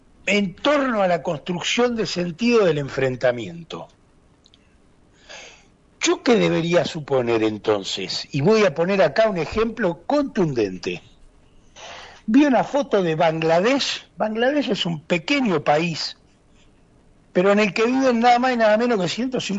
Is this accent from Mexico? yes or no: no; Argentina